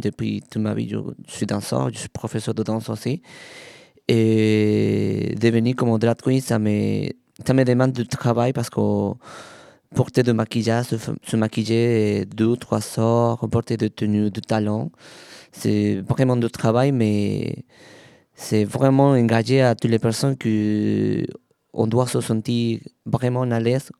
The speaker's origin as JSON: {"language": "French", "country": "Venezuela", "moved": "yes", "said": "je viens de Venezuela, c'est mes traditions"}